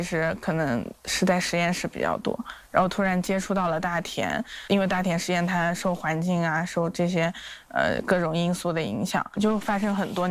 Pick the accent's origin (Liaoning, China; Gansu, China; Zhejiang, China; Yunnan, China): Yunnan, China; Dali; 我的家乡就是这边，然后我肯定更希望我的家乡就是变得更好，大家也是靠种植获得收入，但如果收入高了，大理就会变得更好